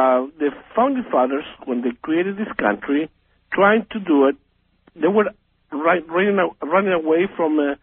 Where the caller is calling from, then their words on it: Bakersfield, California, United States; from Bakersfield.